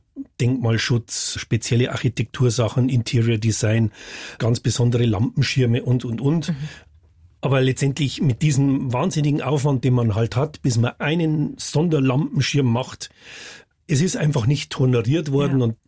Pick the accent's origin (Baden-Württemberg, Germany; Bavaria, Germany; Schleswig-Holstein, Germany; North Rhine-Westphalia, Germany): Bavaria, Germany; Frauenau; born or raised there